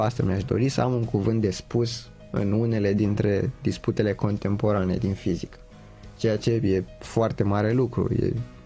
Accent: Romania; Am crescut în România, unii ar zice că numai din asta aș avea o datorie. Faptul că am crescut aici, de bine de rău, aici m-am format.

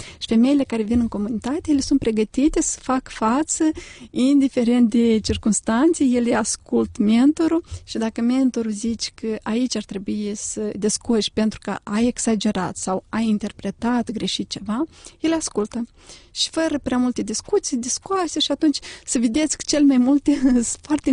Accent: Moldova; Noi am participat în acest proiect 7 femei din Republica Moldova

